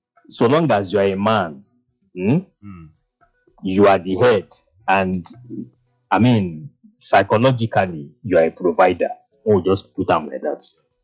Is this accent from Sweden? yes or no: no; Nigeria; as Nigerian context, as African men